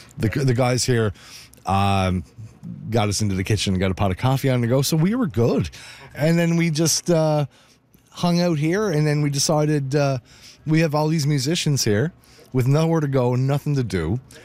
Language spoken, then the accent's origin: English; Newfoundland and Labrador, Canada; Like, I'm a Newfoundlander. Have you ever seen Snowmageddon when the storms hit in Newfoundland?